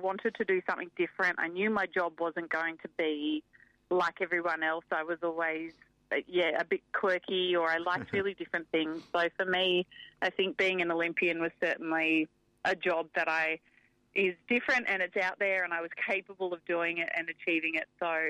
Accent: Katherine, Northern Territory, Australia; born there; So I was born in an Aboriginal community in Katherine, and my parents actually lived in Wave Hill, which was even further out from Katherine.

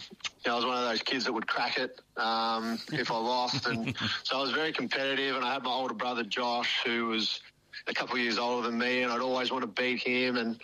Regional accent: Albury, New South Wales, Australia; growing up in the country, I grew up in Albury, and you know, football was a big part of my childhood.

